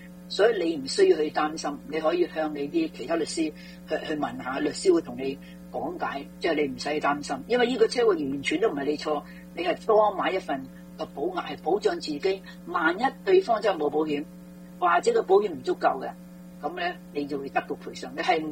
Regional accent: China; 同埋呢，我发觉了很多、我们中国人呢就觉得、对方是对方错的，为什么我冤了他呢？

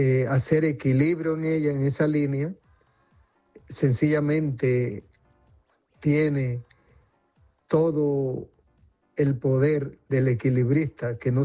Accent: Salcedo, Hermanas Mirabal, Dominican Republic; en un grupo en mi ciudad natal de Salcedo

